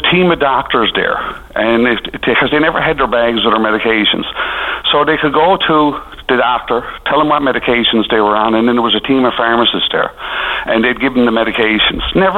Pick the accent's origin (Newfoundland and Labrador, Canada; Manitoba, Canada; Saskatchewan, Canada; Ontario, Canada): Newfoundland and Labrador, Canada; but, you know, as a Newfoundlander, and, you know, it was very proud for me to be there, and the job that St. John's did.